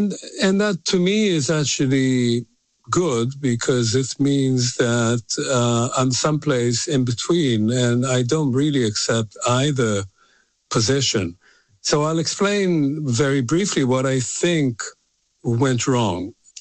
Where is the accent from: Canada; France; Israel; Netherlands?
Israel; Tel Aviv, Tel Aviv District; moved away as an adult; also born or lived in Oxford, United Kingdom; now in United States; I was born in Israel in the mid-1950s. I was born in a kibbutz. I was raised in Tel Aviv. I, you know, went to school in Israel.